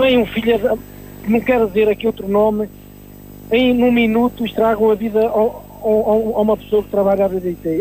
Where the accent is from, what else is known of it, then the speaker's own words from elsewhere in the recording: São João da Pesqueira, Norte, Portugal; now in Normandy, France; De São João da Pesqueira, o concelho, a minha aldeia